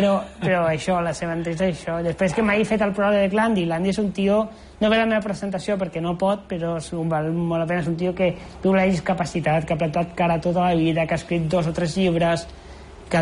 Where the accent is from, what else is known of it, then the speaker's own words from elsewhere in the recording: Tarragona, Catalonia, Spain; Soc de Tarragona, sí, sí